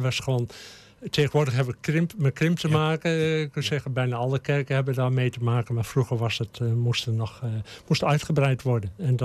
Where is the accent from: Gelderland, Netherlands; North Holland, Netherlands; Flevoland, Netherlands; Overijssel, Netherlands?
Gelderland, Netherlands; Heerde; Nou, ik ben zelf geboren en getogen in Heerden. Ik ben ook gedoopt in de Johanneskerk. En we zijn daar ook getrouwd. Mijn vrouw komt ook uit Heerden.